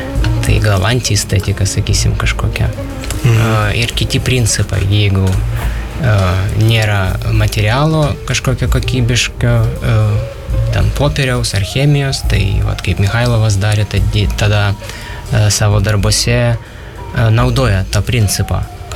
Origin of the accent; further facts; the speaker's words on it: Kharkiv, Kharkiv Oblast, Ukraine; moved away as an adult; now in Lithuania; Aš esu iš Charkivo, iš Saltivkos.